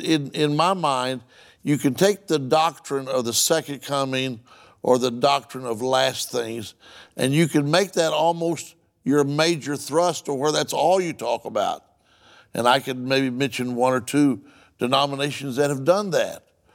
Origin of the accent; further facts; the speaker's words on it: Oklahoma, United States; I'm from Oklahoma